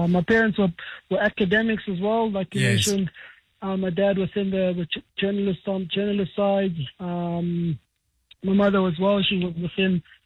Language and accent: English; Cape Town, Western Cape, South Africa; as much as I grew up in Langa, I got the opportunity to go to a Cirque, to go to a St. David's later on.